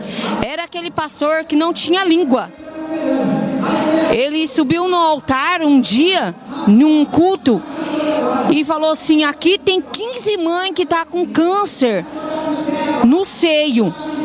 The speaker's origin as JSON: {"language": "Portuguese", "region": "São Paulo", "country": "Brazil", "said": "Eu venho daqui de São Paulo mesmo."}